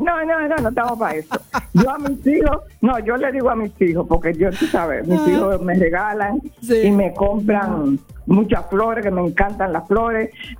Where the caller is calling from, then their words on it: Hollywood, Florida, United States; Yo estoy aquí en el área de Hollywood.